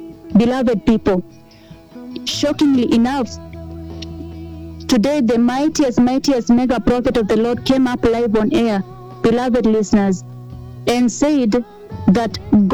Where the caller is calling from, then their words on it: Nairobi, Kenya; I'm calling live from Nairobi